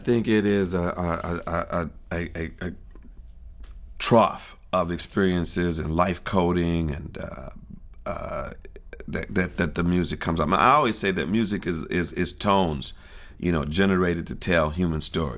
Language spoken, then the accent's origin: English; Detroit, Michigan, United States